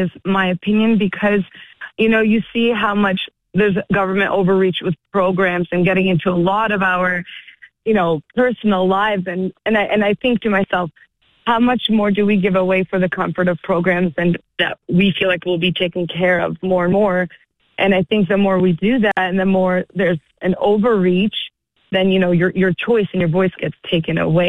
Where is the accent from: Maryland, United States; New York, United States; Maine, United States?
Maine, United States; Gorham; And so then they came to Maine And I grew up in Maine and in Gorham, actually. And this is the only life that I knew.